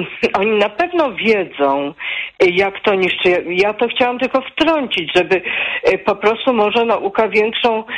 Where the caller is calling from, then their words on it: Kraków, Lesser Poland, Poland; ja jestem z Krakowa